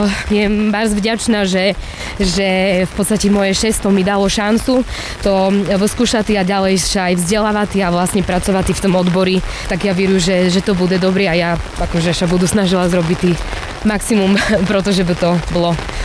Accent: Stará Ľubovňa, Prešov Region, Slovakia; also born or lived in Bratislava; ja jem sa pred cca troma mišacmi presťahovala z Bratislavy domu, do Starej Ľubovny, do mojho rodiska, alebo do mojho rodného mesta.

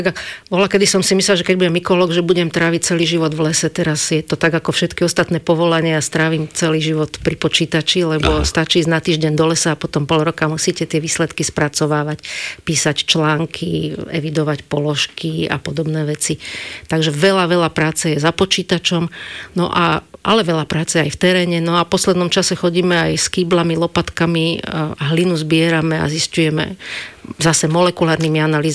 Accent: Bratislava, Bratislava Region, Slovakia; Ja som Paneláková Bratislavčanka kompletne

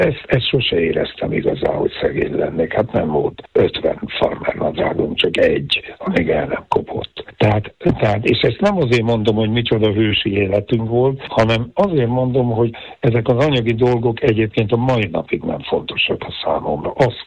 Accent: Budapest, Hungary; a Budai várban nőttünk fel, ami egy csodálatos helyszín

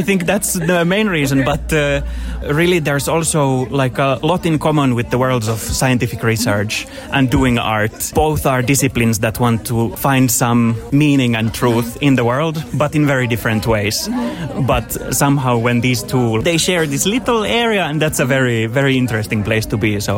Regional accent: Finland; We're from Finland.

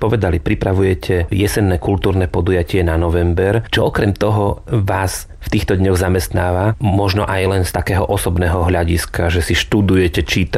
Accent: Trnava, Trnava Region, Slovakia; Ja som od Trnavy

